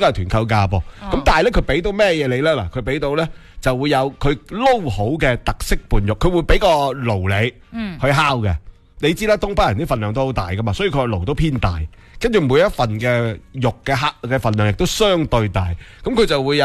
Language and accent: Cantonese; Foshan, Guangdong, China; 系对于我哋佛山人嚟讲咧，都系一啲咧新嘅呢、這个。